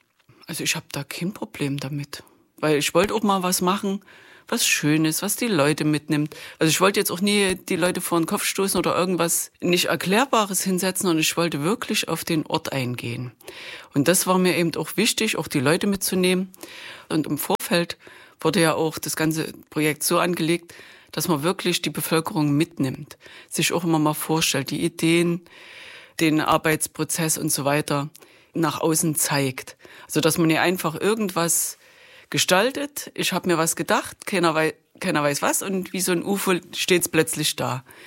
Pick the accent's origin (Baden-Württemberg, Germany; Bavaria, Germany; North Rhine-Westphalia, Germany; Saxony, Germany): Saxony, Germany; Chemnitz; Ich bin Chemnitzer Künstlerin